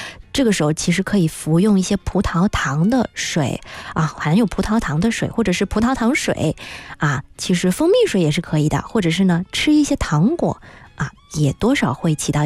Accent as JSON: {"language": "Chinese", "region": "Guangdong", "country": "China"}